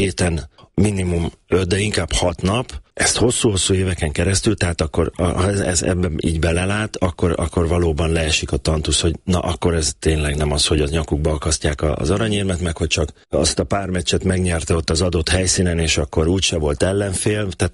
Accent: Szeged, Csongrád-Csanád, Hungary; Igen, én Tőzsgyökeres szegedi vagyok, még most is szegedi, vagy mindig is szegedinek fogom magam vallani. Ott van az alma máterem, ott jártam ki az iskoláimat, gimnáziumig.

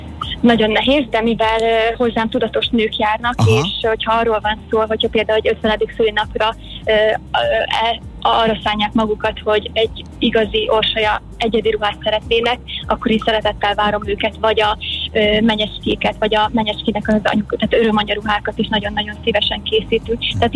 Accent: Zakarpattia Oblast, Ukraine; now in Budapest, Hungary; Én Kárpátalján születtem

